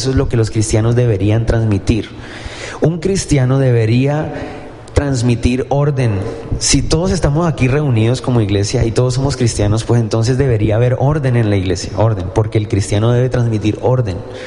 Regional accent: Colombia

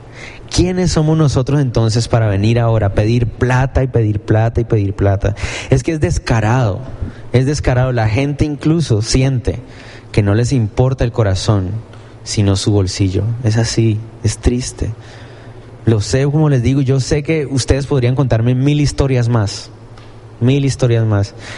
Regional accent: Cali, Valle del Cauca, Colombia; ¿Se acuerdan cuando yo les preguntaba ese día, cómo somos los caleños? ¿Qué se puede decir de nosotros los caleños?

